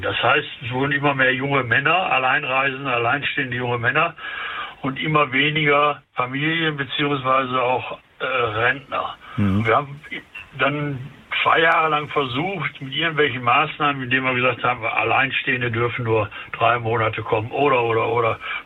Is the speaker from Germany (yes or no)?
yes; Essen, North Rhine-Westphalia, Germany; Also ich bin im Essener Norden geboren und groß geworden, aufgewachsen, habe den ganzen Wandel, auch im negativen Sinne des Nordens, miterlebt.